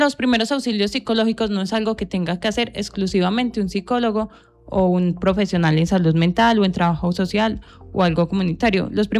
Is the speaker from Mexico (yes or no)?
no; Pensilvania, Caldas, Colombia; nos identifica mucho como colombianos y como pensilvenses